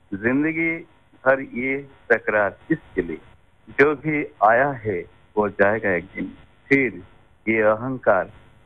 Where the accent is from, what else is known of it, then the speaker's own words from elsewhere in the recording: Ram Krishna Nagar, Assam, India; मेरा गांव का नाम है राम कृष्ण नगर, डिस्ट्रिक्ट के करीमगंज, असम से तालुका।